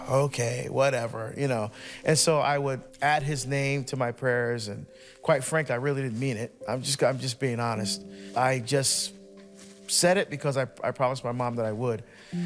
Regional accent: Barbados; moved away; my home country of Barbados

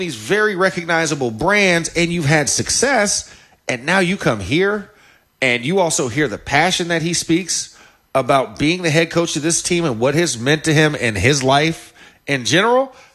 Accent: Florida, United States; Deion's from Florida as well. Michael Irvin's from Florida. You know, I'm seeing guys that are from my home state.

